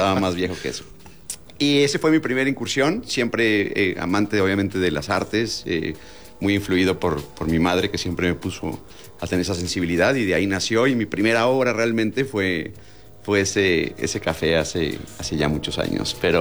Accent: Mexico City, Mexico; Soy mexicano, nací en Ciudad de México.

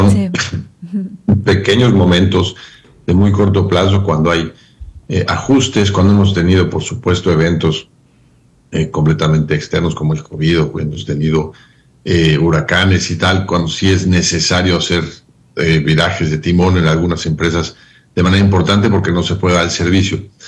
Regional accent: Mexico; Fue muy divertido el Mundial como mexicano.

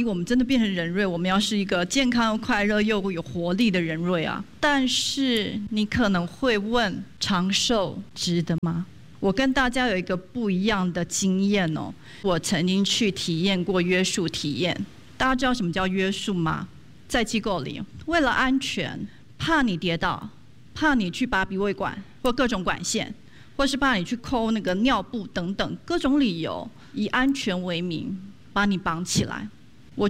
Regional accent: Taiwan; 我们台湾人

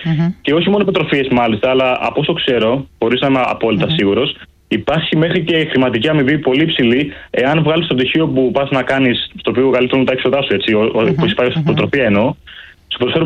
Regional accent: Piraeus, Attica, Greece; Από Πειραιά είμαι εγώ.

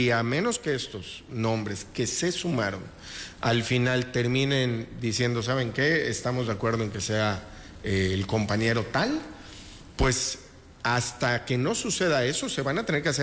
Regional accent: Yucatán, Mexico; ¿Dónde entramos como yucatecos?

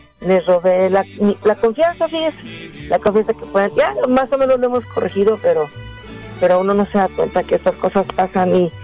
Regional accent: Mexico City, Mexico; los que somos chilangos entendemos muy bien este concepto, los de Guadalajara no, son quesadillas de queso

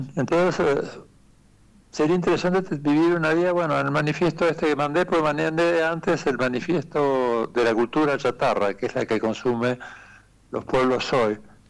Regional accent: Argentina; mi país, Argentina. Hablo de Argentina, pues un país que amo, quiero y me he quedado acá por eso mismo, por amor.

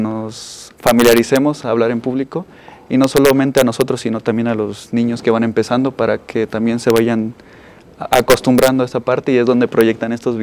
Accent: Mexico; me gustaría ir a conocer como militar mexicano, Estados Unidos, otros lados

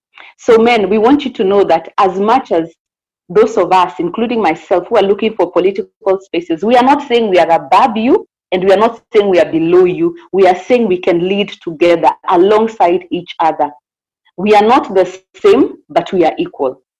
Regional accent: Kajiado County, Kenya; As people of the South Rift, let us calm down. I am from Kajiado County.

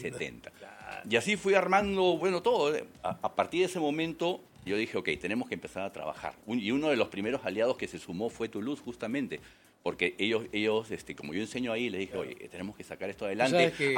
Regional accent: Peru; nuestra identidad, de cómo

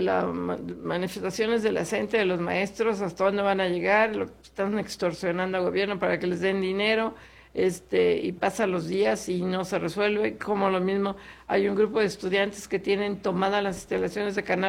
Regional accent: Mexico; somos los mexicanos los que usamos esto.

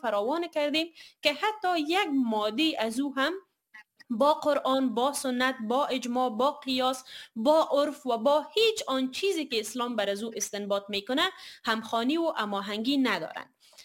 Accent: Afghanistan; ما من حیث کسایی که از افغانستان هستیم

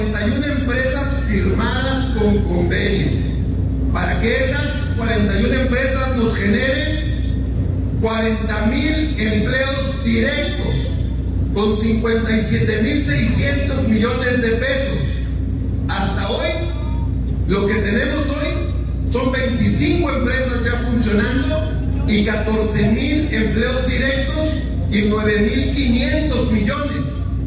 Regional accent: Durango, Mexico; Ninguna ambición debería ser capaz de hacernos olvidar que antes de ser cualquier cosa, somos duranguenses y somos mexicanos.

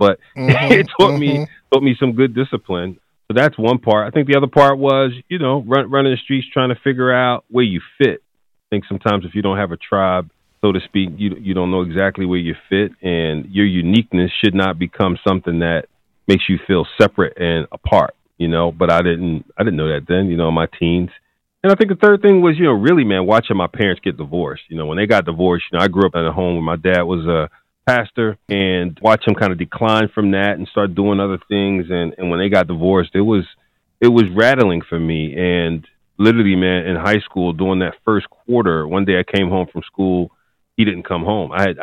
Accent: Philadelphia, Pennsylvania, United States; Well, you know, North Philly was tough back then. 8th and Butler was considered at that time, man, the drug capital of the world, at least the United States.

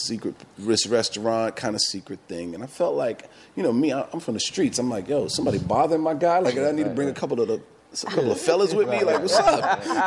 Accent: New York City, New York, United States; also born or lived in Mount Vernon, New York; I'm born and raised in New York and in the Bronx.

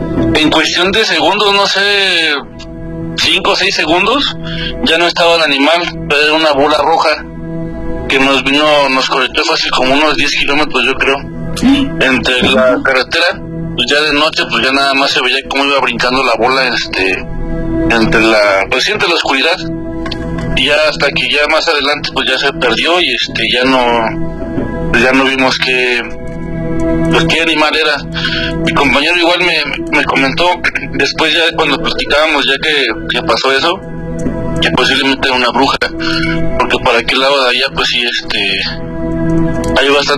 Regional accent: Saltillo, Coahuila, Mexico; yo vengo de donde, yo soy de Saltillo, Coahuila. Yo viví mucho tiempo en Coahuila

